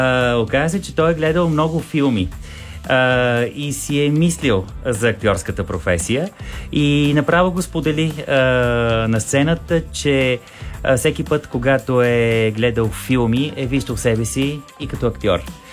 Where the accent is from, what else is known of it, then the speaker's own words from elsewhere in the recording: Pazardzhik, Pazardzhik Province, Bulgaria; ми беше важно да гледам спектакъла точно в Пазарджик. Защото и друг път съм споделял с вас и с нашите слушатели, че това е моя роден град.